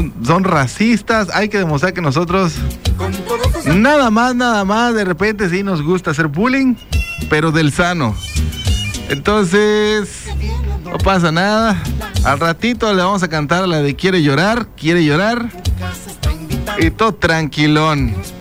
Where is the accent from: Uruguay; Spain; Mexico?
Mexico; así somos los mexicanos.